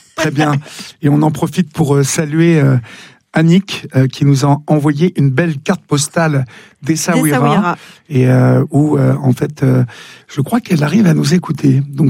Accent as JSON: {"language": "French", "town": "Évreux", "region": "Normandy", "country": "France", "tie": "born there", "said": "Vous êtes née à Évreux, donc comme moi."}